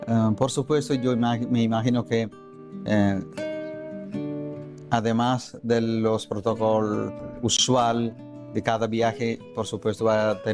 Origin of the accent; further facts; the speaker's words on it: India; Spanish is a second language; moved away as an adult; yo también soy de la India